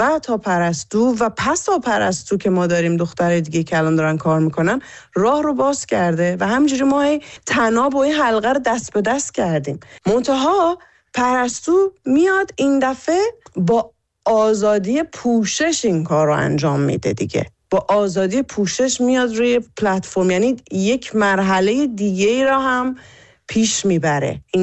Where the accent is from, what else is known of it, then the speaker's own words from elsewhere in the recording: Iran; moved away; داره 2 سال میشه که از شهریور دیگه میشه 2 سال که من از ایران اومدم بیرون و از اون فضا دور شدم.